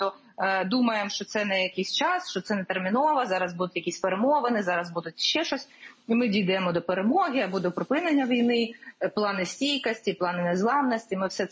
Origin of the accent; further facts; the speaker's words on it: Kyiv, Ukraine; як киянка, як українка